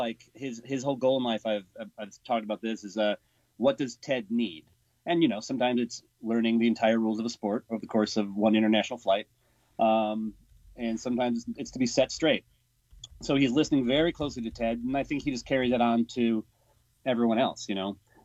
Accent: Chicago, Illinois, United States; moved away; also born or lived in Amsterdam; Growing up in Chicago, soccer just did not penetrate my sphere at all

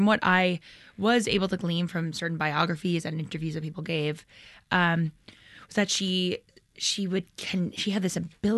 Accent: Michigan, United States; I'm from Michigan, so I really love our northern neighbors.

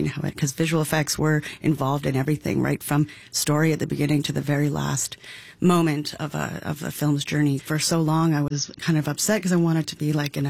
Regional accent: Calgary, Alberta, Canada; born or raised there; also born or lived in Jasper

